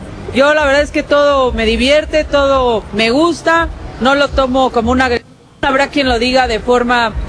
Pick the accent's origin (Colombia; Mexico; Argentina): Mexico; pues así somos los mexicanos, nos reímos de todo y yo me río de todo.